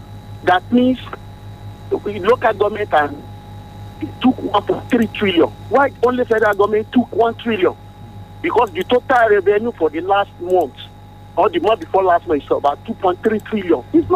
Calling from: Ilorin, Kwara, Nigeria; I'm calling from Ilorin.

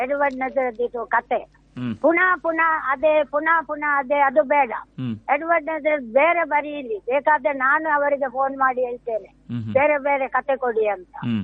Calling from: Karnataka, India

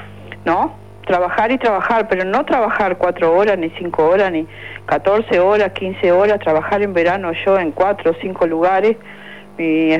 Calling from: Maldonado, Uruguay; como un matrimonio que hemos sido, que somos de Maldonado, criamos 2 hijos, los cuales son adultos, ya tenemos nietos

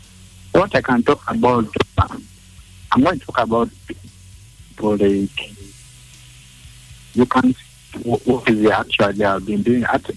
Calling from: Chania, Crete, Greece; I'm calling from Chania.

